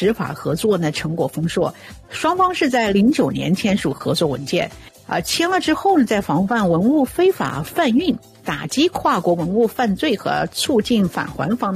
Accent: Canada; Winter Blue 对我们加拿大人的影响也还是蛮大的

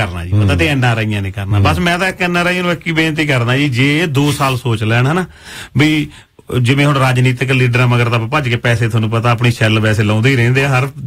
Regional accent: Dhudike, Punjab, India; ਮੈਂ ਜਲੰਧਰ ਵੀ ਨਹੀਂ ਮੇਰਾ ਪਿੰਡ ਢੁੱਡੀ ਕੇ ਆ ਜੇ ਮੈਂ ਮੇਰੀ ਤਮੰਨਾ ਪੰਜਾਬ ਨੂੰ ਵਧੀਆ ਬਣਾਉਣ ਦੀ ਮੈਂ ਆਪਦੇ ਢੁੱਡੀ ਕੇ ਨੂੰ ਸੰਭਾਲ ਲਾ

